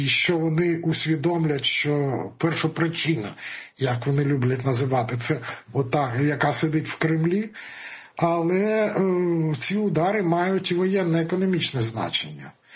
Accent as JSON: {"language": "Ukrainian", "town": "Poltava", "region": "Poltava Oblast", "country": "Ukraine", "said": "Я як полтавчанин кажу того словами полтавського Палія, пам'ятаєте, а воно мені подобається."}